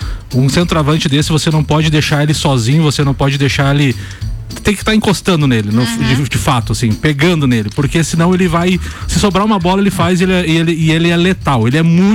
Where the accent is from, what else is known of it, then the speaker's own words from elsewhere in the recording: Brazil; Eu sou brasileiro, falo português, é Haaland.